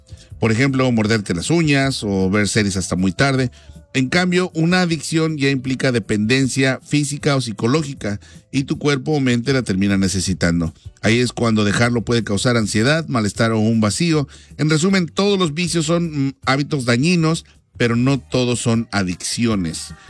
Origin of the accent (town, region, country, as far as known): Mexico